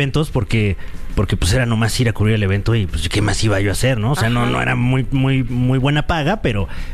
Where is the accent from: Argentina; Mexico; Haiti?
Mexico; como mexicano que soy